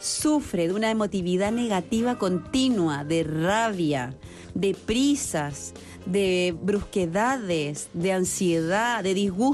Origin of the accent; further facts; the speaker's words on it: Chile; Yo soy verdaderamente chilena, les digo. … no tengo ningún apellido extranjero